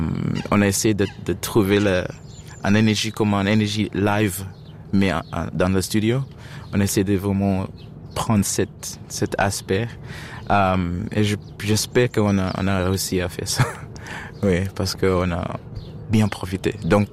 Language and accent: French; Zimbabwe; first language sn; French is a second language; c'est des paroles qui sont prises d'un proverbe, dans ma langue maternelle Shona.